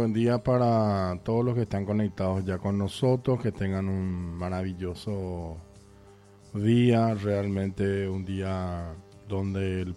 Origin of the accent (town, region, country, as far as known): Paraguay